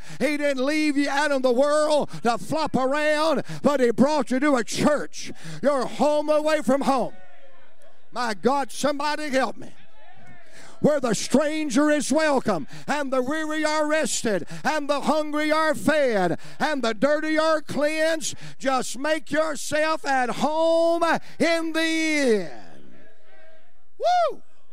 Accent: Virginia, United States; But I was raised in the Blue Ridge Mountains of Virginia.

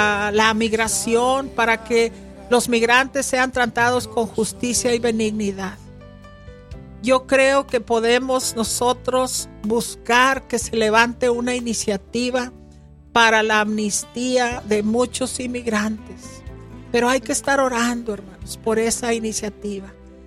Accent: Mexico; first language Spanish; now in United States; nuestro idioma natal, sigue siendo el español. Y estamos muy contentos de nuestra cultura. Amamos nuestra cultura mexicana

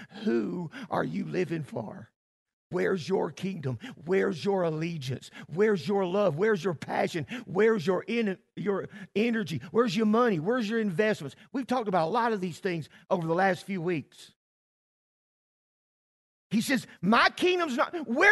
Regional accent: United States; Now, I'm an American.

